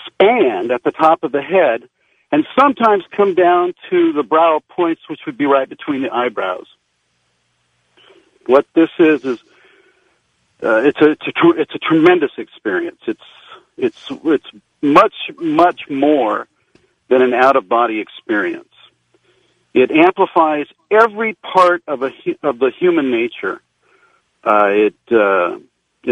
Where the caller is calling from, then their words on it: Sonoma, California, United States; I'm calling from Sonoma.